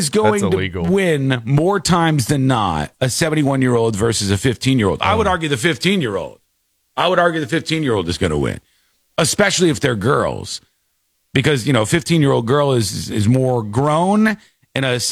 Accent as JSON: {"language": "English", "region": "Connecticut", "country": "United States", "tie": "born or raised there", "said": "In 1978 or so, me and my little sister got to meet William Shatner when he was filming in my hometown in Connecticut."}